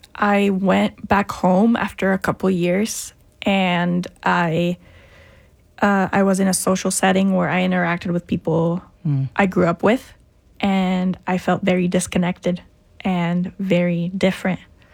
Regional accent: Managua, Nicaragua; now in Dallas, United States; I am an artist born and raised in Managua, Nicaragua, but I moved to Texas 9 years ago

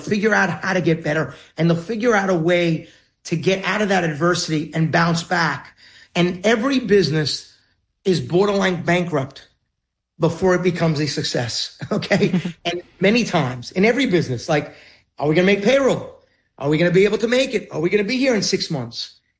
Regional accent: Queens, New York, United States; It's why I always say … from Queens, right?

